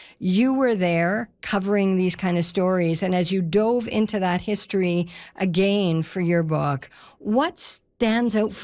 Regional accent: Regina, Saskatchewan, Canada; I was a kid growing up in Regina

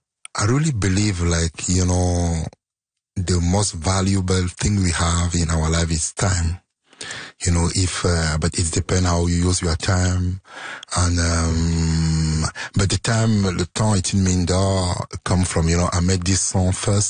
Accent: Cameroon; Because, you know, like I grew up, I was born and raised in Cameroon. I grew up there.

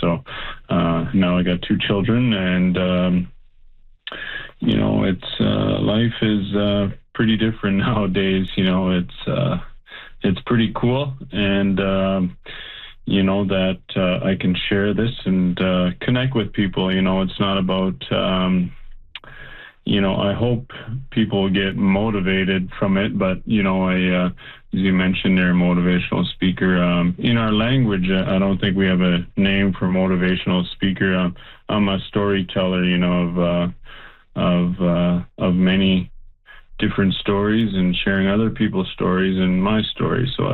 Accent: Saskatchewan, Canada; Yeah, well … I'm from Lalosh, Clearwater. And I grew up there.

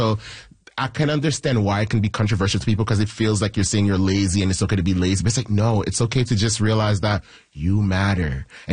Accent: Haiti; I'm from Haiti, and you know, and I talk to other immigrants and stuff like that.

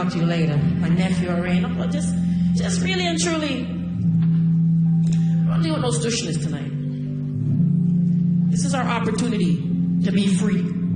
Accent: Toronto, Ontario, Canada; And I'm from Jane and Finch.

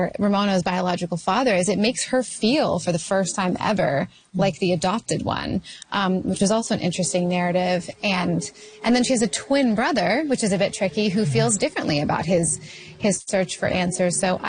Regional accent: Canada; I am always just always trying to set things in Canada about Canadians because I'm Canadian and like, why not?

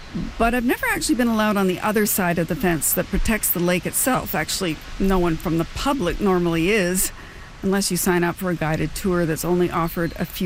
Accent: North Vancouver, British Columbia, Canada; And it's this lake, not far from where I grew up in North Vancouver.

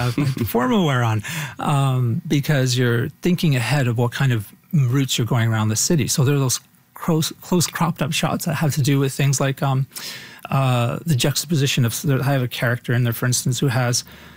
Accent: Toronto, Ontario, Canada; as a kid growing up in Toronto.

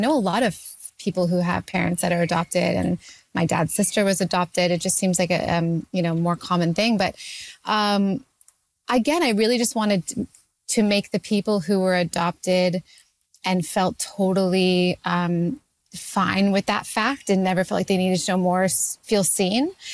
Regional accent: Canada

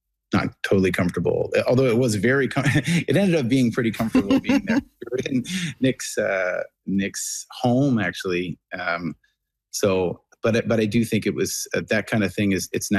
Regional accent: Clark's Harbour, Nova Scotia, Canada; I heard about the story, but I didn't realize how close it was to my hometown. Because it was always the Shag Harbor, and I always knew the town as Clark's Harbor

